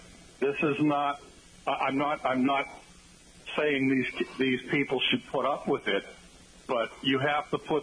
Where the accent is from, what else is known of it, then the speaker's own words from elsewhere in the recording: Foxborough, Massachusetts, United States; moved away as an adult; now in Brockton, United States; when I grew up in Foxborough